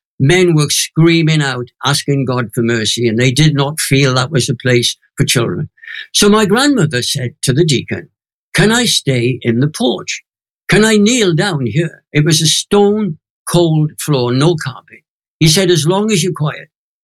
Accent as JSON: {"language": "English", "town": "Crosskeys", "region": "Wales", "country": "United Kingdom", "tie": "born or raised there", "said": "So I grew up in a mining village in Wales called Crosskeys. So I'm a Welsh Valley hardened Pentecostal by upbringing."}